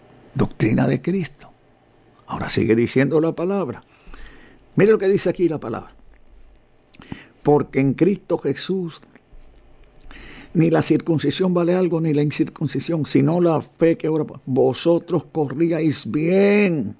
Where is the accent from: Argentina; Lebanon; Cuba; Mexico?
Lebanon; moved away; Yo soy del Líbano, yo viví en el Líbano 10 años.